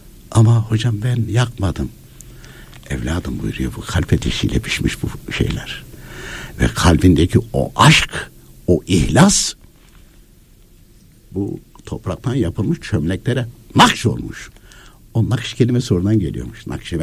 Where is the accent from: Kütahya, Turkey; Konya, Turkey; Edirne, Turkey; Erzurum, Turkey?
Konya, Turkey; Şimdi ben Konyalıyım.